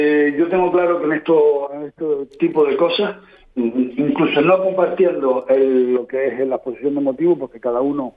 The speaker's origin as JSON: {"language": "Spanish", "region": "Canary Islands", "country": "Spain", "said": "Yo soy muy canario, muy nacionalista y muy de mi municipio."}